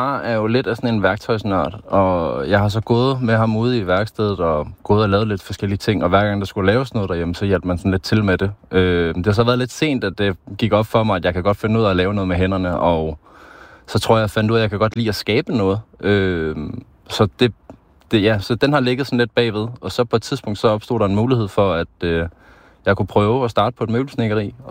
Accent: Capital Region of Denmark, Denmark; moved away; Jamen altså, nu er det jo 15 år siden, jeg flyttede fra Bornholm. Jeg har jo stadig mine forældre derovre og har også svigermor derovre.

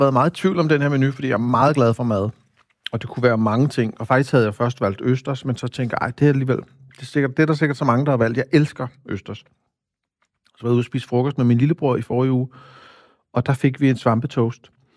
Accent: Copenhagen, Capital Region of Denmark, Denmark; Jeg voksede op på Amagerbrogade på den specielle måde, at vi havde en lejlighed i stuen med en antikvitetsbutik foran.

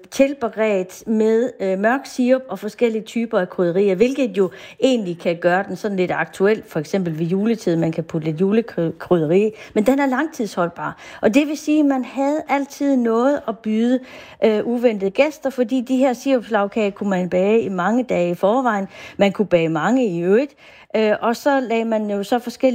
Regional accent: Funen, Region of Southern Denmark, Denmark; now in Jutland, Denmark; Ja, som fynbo bosat i Jylland

